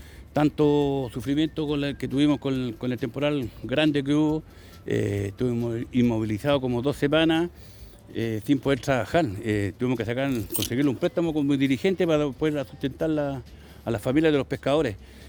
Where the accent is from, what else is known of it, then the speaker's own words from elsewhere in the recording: Chile; somos pescadores artesanales, somos chilenos.